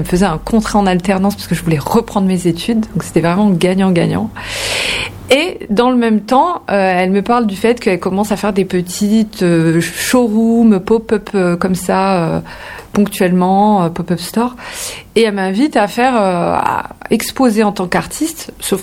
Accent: France; born there; je suis née en France, j'ai peu connu ma culture, j'avais un manque de, et quand je suis devenue maman, j'avais envie de transmettre plus de choses à ma fille.

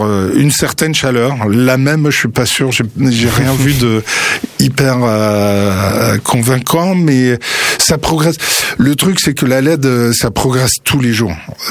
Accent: Occitanie, France

